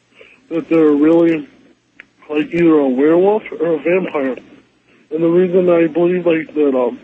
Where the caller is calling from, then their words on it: Chicago, Illinois, United States; In Chicago